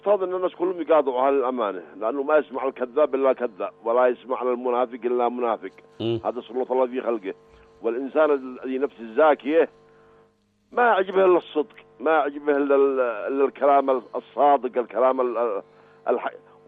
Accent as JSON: {"language": "Arabic", "country": "Yemen", "said": "احنا كشعب يمني تربينا على الجهاد، على الانفاق، على الصمود"}